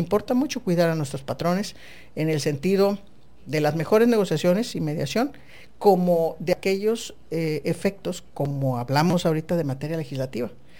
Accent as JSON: {"language": "Spanish", "region": "Baja California", "country": "Mexico", "said": "Yo soy de Baja California, más de 30 años y viviendo aquí"}